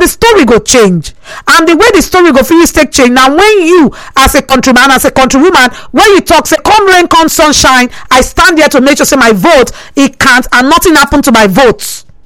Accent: Nigeria

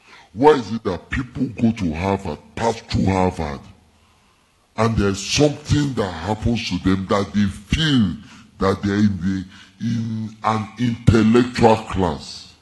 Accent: Ibadan, Oyo, Nigeria; born or raised there

